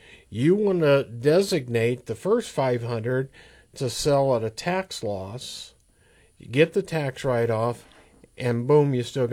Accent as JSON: {"language": "English", "town": "Woodway", "country": "United States", "said": "I'm from Woodway"}